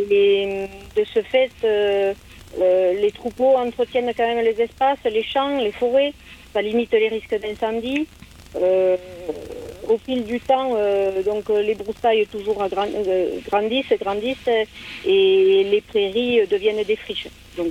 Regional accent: Occitanie, France; moved away as an adult; now in Estampures, France; Je suis originaire du Gers, juste à côté de Mielan, à la Gamazous. Et je me suis installée en tant qu'agricultrice sur un élevage de lapins à Estampure.

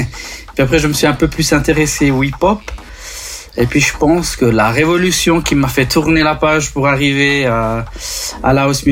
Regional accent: Switzerland; Je suis originaire, en fait, je suis 100% italien. Je suis né et grandi en Suisse et j'habite en fait dans le canton de Berne, dans une ville qui s'appelle Bielbienne.

